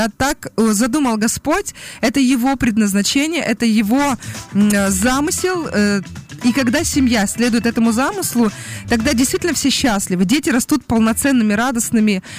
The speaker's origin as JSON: {"language": "Russian", "country": "Belarus", "said": "я из Беларуси"}